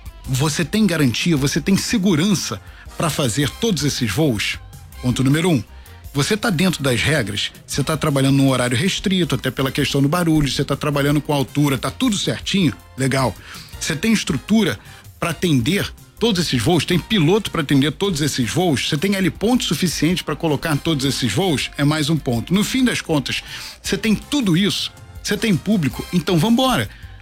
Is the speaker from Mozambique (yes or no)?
no; Rio de Janeiro, Brazil; eu sou muito carioca